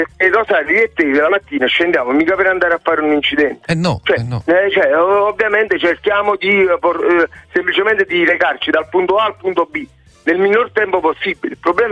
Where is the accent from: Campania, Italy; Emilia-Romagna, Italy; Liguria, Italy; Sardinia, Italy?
Campania, Italy; Naples; io sono di Fuorigrotta, sono originario di Fuorigrotta